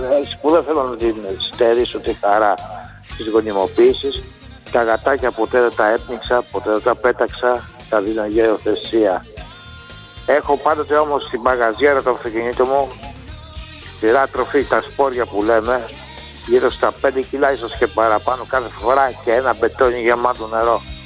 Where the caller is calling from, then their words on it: Kanalia, Thessaly, Greece; αναφέρθηκες στα μέρη μου τα αγαπημένα, κανάλια, κάπουρνα, κερασιά.